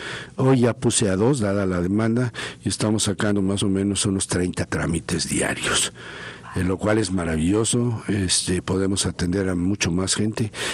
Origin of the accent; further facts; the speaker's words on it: Mexico; de todos los mexicanos que cruzamos